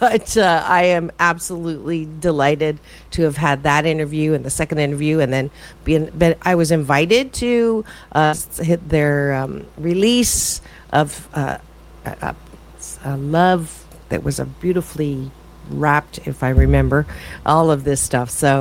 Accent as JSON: {"language": "English", "country": "Canada", "moved": "yes", "said": "I'm originally from Canada, like Courtney Ann"}